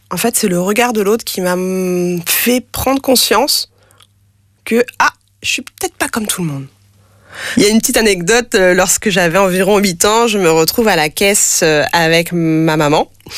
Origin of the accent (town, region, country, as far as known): France; first language French Sign Language